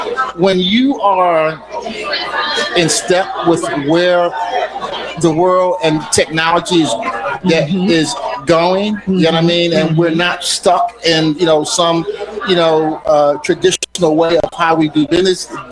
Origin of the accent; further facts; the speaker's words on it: Philadelphia, Pennsylvania, United States; I'm born and raised in Germantown. I'm from Uptown.